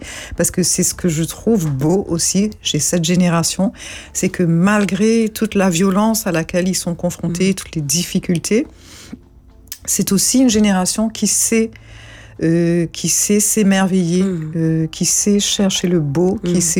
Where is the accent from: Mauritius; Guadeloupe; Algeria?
Mauritius; first language Mauritian Creole; pour 90% plus des Mauriciens, la langue créole, c'est notre langue maternelle.